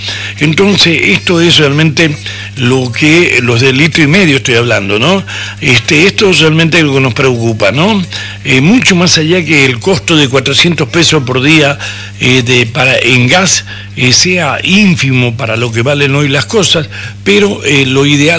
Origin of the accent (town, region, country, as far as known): Argentina